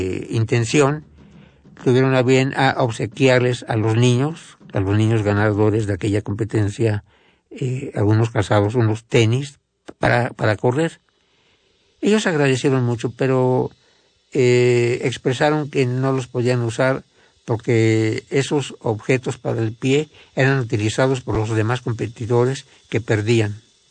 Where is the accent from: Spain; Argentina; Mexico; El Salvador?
Mexico; siendo mexicanos, viviendo en México